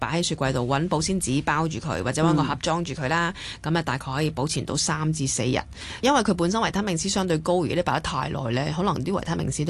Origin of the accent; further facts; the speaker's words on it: China; 咁我哋中國人都有發酵嘅大豆產品嘅喎